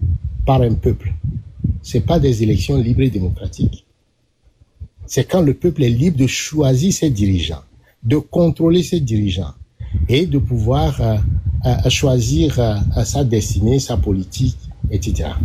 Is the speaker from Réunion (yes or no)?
no; Togo; en tant que Togolais